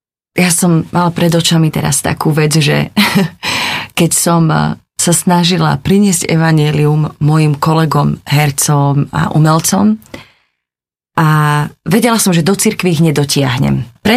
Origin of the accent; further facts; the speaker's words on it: eastern Slovakia, Slovakia; accent: East Slovak; Ja som tiež z východu.